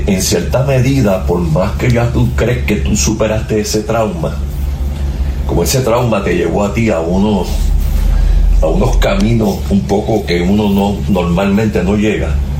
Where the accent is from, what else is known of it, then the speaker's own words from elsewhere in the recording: San Juan, Puerto Rico; yo me acababa de mudar a donde yo vivo ahora temporalmente, que es al lado de mi madre, donde yo me crié en Puerto Nuevo